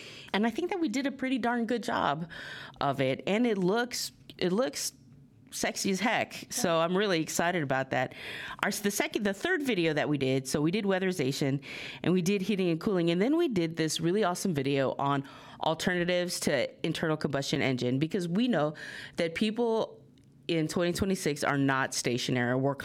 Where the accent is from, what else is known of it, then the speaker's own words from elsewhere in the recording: Guam; now in Burlington; I remember growing up on Guam